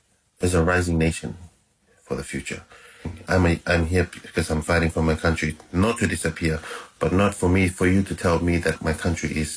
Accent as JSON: {"language": "English", "country": "Tuvalu", "second_language": "English", "said": "oh yeah, I'm from Tuvalu."}